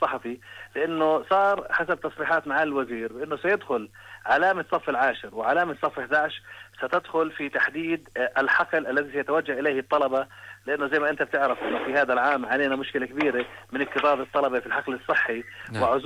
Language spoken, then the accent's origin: Arabic; Jordan; هذا اللي احنا بنعرفه كاردنيين.